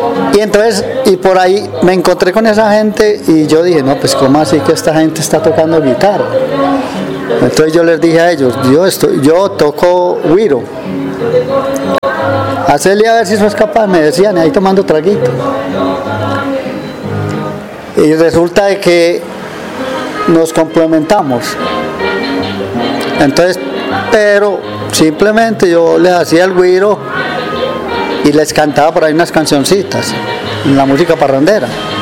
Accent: Girardota, Antioquia, Colombia; hijo de Girardota, de la vereda del Totumo

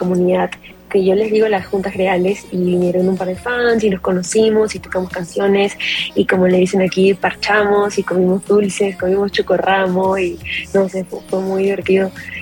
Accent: Lima, Peru; de Lima, Perú, y los invito a escuchar mi música

